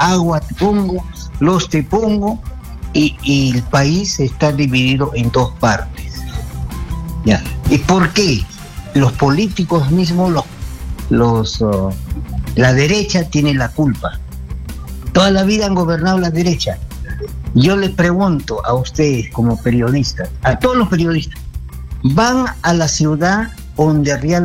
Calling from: Lima, Peru

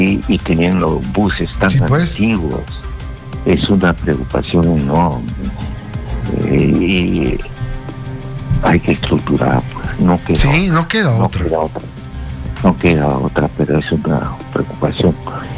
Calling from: Peru; Qué pena realmente en mi país.

